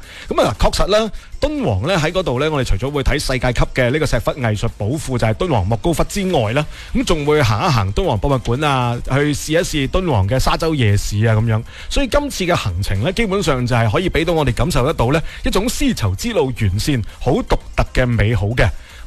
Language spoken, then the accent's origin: Cantonese; Guangdong, China; 我哋嘴刁广东人